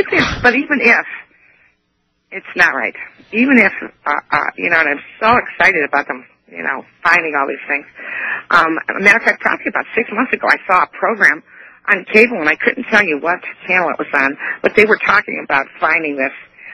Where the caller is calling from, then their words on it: Ohio, United States; I'm from Ohio.